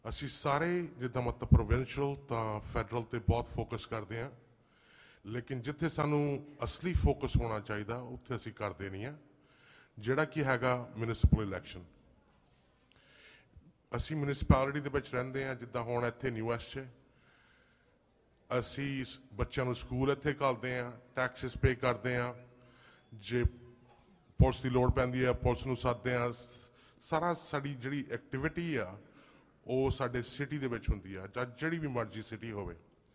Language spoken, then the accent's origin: Punjabi; New Westminster, British Columbia, Canada; ਮੈਂ ਨਿਊਵੈਸਟ ਤੋਂ ਹਾਂ